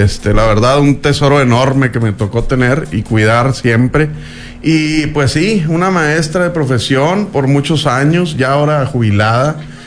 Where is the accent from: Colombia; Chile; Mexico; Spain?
Mexico; Zaragoza, Coahuila; also born or lived in Sabinas, Coahuila / Piedras Negras, Coahuila; allá naciera yo. Y nacieron todos mis hermanos, toda mi familia también nació en Sabinas, pero pues siempre viví en Zaragoza. Por allá, la primer casa de mis padres en la colonia muy conocida, La Novalera.